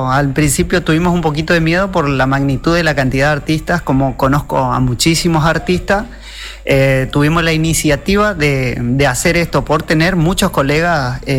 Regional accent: Puerto Tirol, Chaco, Argentina; me siento muy orgulloso de traerlo aquí en mi pueblo.

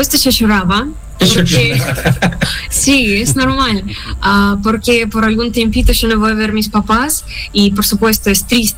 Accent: Russia; Spanish is a second language; moved away as an adult; now in Mar del Plata, Argentina; si yo soy rusa

